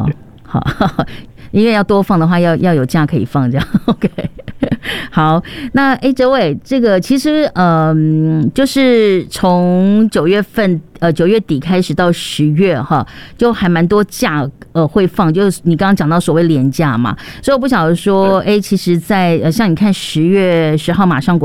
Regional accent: Taipei, Taiwan; 因为我自己从小就在台北

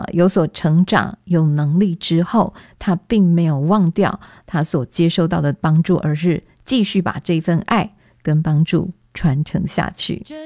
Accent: Taiwan; 我们自己在台湾长大的

